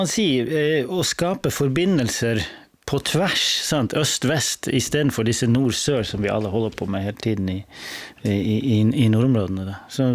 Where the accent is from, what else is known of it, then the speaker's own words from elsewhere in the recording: Northern Norway, Norway; men mest viktigast nu är att jag har vuxit upp norr i Norge, ett litet samfund.